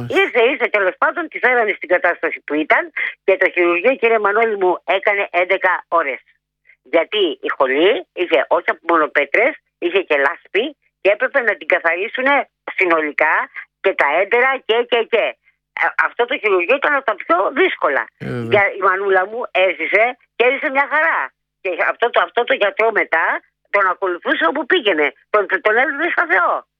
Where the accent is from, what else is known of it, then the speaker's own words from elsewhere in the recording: Chalcis, Central Greece, Greece; Γιατί είμαι από τη Χαλκίδα και δεν τη γυρίζω πίσω.